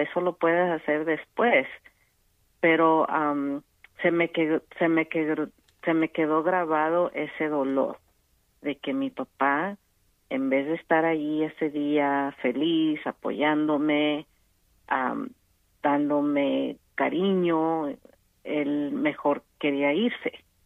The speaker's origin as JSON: {"language": "Spanish", "town": "Iguala", "region": "Guerrero", "country": "Mexico", "tie": "born or raised there", "moved": "yes", "said": "yo soy de Iguala. Uh-huh. Y ahí es donde desaparecieron, donde fueron desaparecidos los estudiantes. Fue en Iguala, como a 10 minutos de donde yo nací, de la casa donde yo nací."}